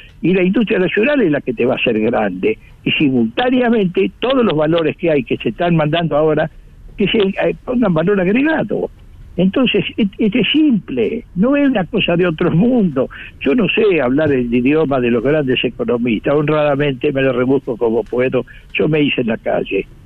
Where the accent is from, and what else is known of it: Argentina